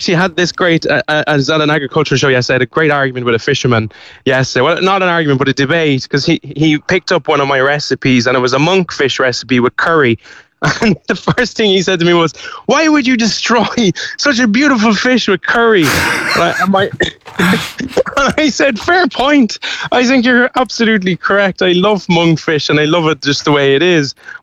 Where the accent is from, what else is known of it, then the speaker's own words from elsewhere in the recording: Cavan, Ulster, Ireland; now in Dublin, Ireland; I'm originally from Cavan. I can't tell you. I'd get them in Cavan, to be honest.